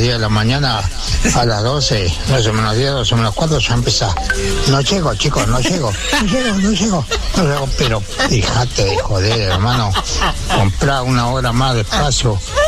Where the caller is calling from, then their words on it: Tomás M. de Anchorena, La Pampa, Argentina; Acá en Anchorena